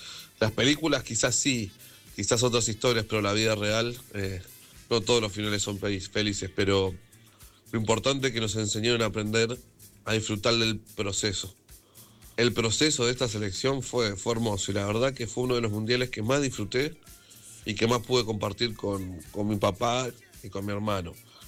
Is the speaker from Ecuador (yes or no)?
no; Argentina